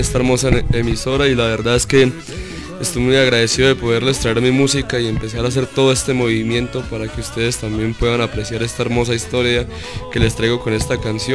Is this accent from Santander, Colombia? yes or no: no; Bogotá, Colombia; born there; Yo soy nacido en Bogotá y principalmente en Cundinamarca